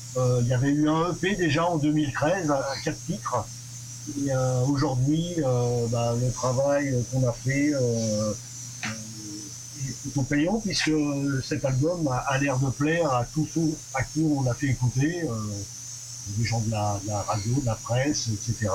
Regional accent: Angers, Pays de la Loire, France; now in Amiens, France; Je suis natif d'Angers, j'ai commencé là-bas à faire de la musique. J'ai remonté un groupe en arrivant à Amiens

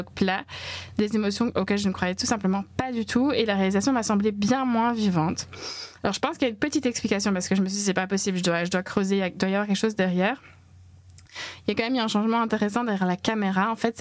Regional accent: Belgium; ben moi, Knock, je connais, je suis belge.

